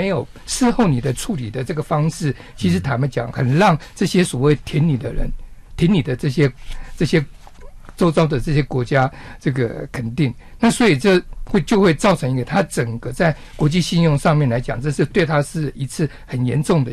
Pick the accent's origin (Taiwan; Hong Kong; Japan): Taiwan; 比如说我们台湾这边发生个水灾